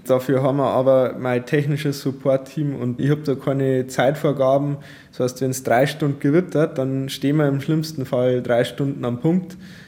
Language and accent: German; Menkofen, Bavaria, Germany; ich komme aus Bayern, bin in Bayern aufgewachsen, bin da verwurzelt